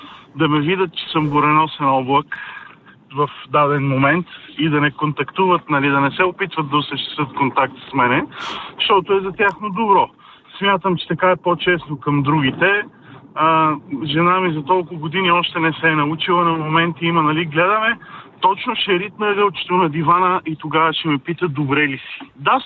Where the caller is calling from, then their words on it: Sofia, Sofia City, Bulgaria; от София.